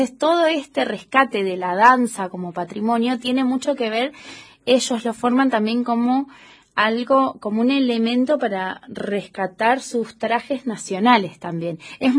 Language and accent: Spanish; Argentina; Como los argentinos tomamos mucho